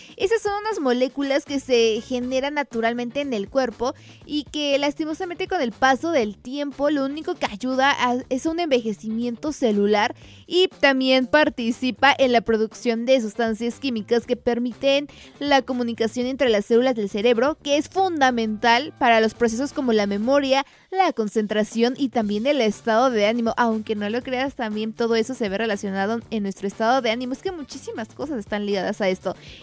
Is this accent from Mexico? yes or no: yes; Mexico; como buen mexicano nosotros le ponemos limón absolutamente todo.